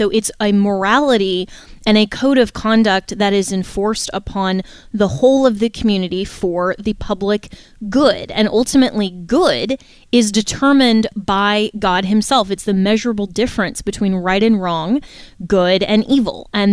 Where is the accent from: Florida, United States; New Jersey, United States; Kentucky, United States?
Florida, United States; my home state, the Free State of Florida